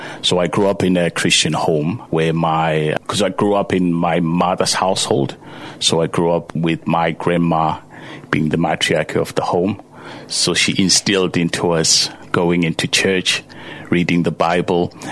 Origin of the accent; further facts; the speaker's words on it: Bulawayo, Zimbabwe; now in South Yorkshire, United Kingdom; I was born in Bulawayo, born and bred there. So I grew up in a place called Makwekwe, quite a mouthful for you to say. Yeah, so I was born in the 80s. That's where I grew up.